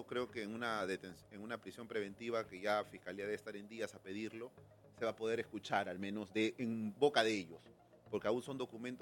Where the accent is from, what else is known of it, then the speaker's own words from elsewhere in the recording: Lima, Peru; yo vengo de la zona Lima Norte. Yo soy de la parte de Puente Piedra de Zapayal.